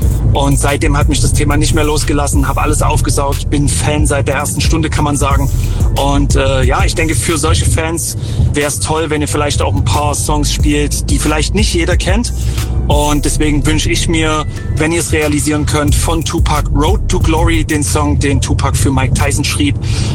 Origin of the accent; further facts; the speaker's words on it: Dresden, Saxony, Germany; Yo, 90s, 90s … Jahrgang 87. Ich komme aus Dresden